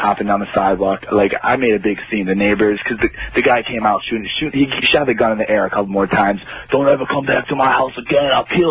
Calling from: Detroit, Michigan, United States; Yeah, I'm 19. That's correct. I'm from Detroit.

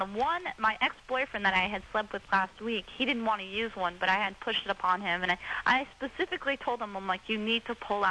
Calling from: Arizona, United States; I am from Arizona.

